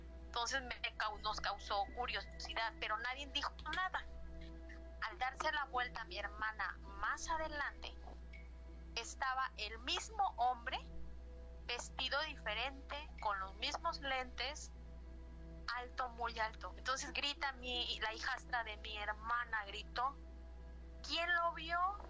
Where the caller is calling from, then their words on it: Acapulco, Guerrero, Mexico; de Acapulco.